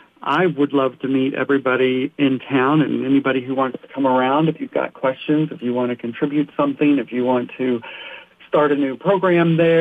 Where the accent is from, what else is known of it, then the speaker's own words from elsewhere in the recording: Fern Creek, Kentucky, United States; now in Virginia, United States; I'm from Fern Creek, Kentucky, but I live right now in Virginia.